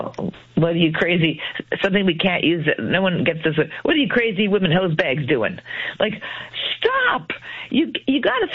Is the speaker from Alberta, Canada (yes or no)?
no; Sault Ste. Marie, Ontario, Canada; also born or lived in Guelph; I mean, I grew up in Sault Ste. Marie and Guelph, who I think have the two highest Italian populations after Rome and Woodbridge.